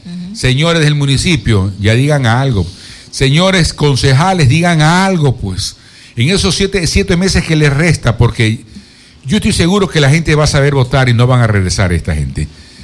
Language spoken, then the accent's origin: Spanish; Quevedo, Los Ríos, Ecuador; No, yo me quedo en Quevedo. Esta es mi tierra.